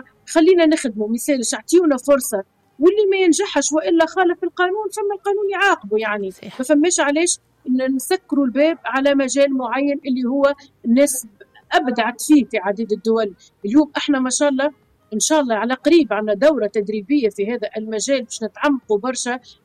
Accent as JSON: {"language": "Arabic", "country": "Tunisia", "said": "نتشرف اللي احنا كوادر تونسية في هذه القضايا، علاش ماهوش في بلادنا؟"}